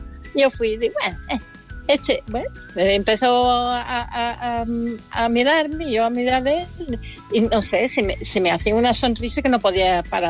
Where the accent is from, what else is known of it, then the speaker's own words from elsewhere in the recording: South West England, United Kingdom; Spanish is a second language; now in Spain; Yo soy de Gloucestershire. Eso, para explicarlo fácilmente a la gente, mitad entre Birmingham y Bristol.